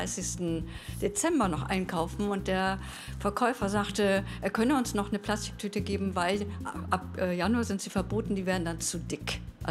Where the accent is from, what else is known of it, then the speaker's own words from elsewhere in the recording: Pinneberg, Schleswig-Holstein, Germany; Aus Pinneberg.